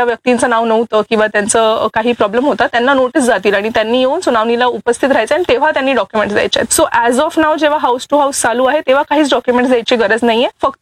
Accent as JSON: {"language": "Marathi", "town": "Thane", "region": "Maharashtra", "country": "India", "tie": "born or raised there", "moved": "as an adult", "lives_now": "Nashik, India"}